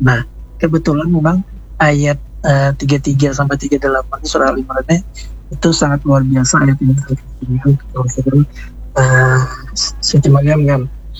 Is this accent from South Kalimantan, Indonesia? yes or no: yes; Banjar, South Kalimantan, Indonesia; kita orang Banjar khususnya ya, kita orang Banjar